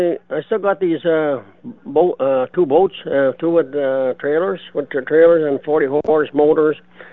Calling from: Manitoba, Canada; I'm calling from the cloudy Interlake.

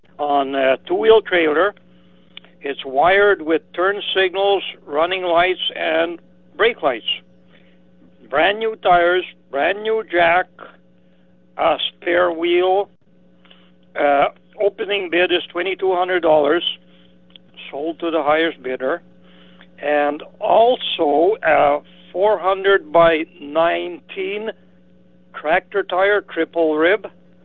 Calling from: Manitoba, Canada; Comarno, Manitoba.

